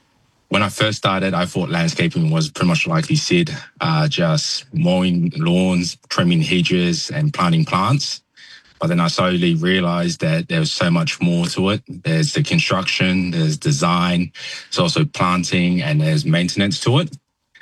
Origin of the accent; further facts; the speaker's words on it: Auckland, New Zealand; I was born in New Zealand. I lived my whole life in Auckland. And my parents, my mum is from Te Whisi Vava'u, and my dad is from the main island.